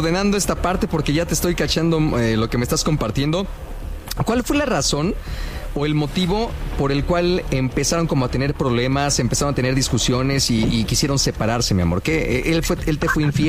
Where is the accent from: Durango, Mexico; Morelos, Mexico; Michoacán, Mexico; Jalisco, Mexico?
Morelos, Mexico; Cuernavaca; Yo también soy de Cuernavaca, Morelos.